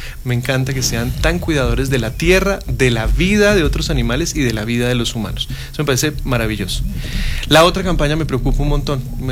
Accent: Colombia; somos paisanos colombianos

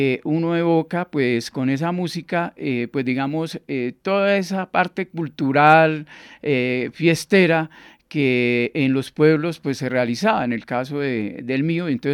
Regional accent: Nocaima, Cundinamarca, Colombia; Sí, señora, pues de Nocaima

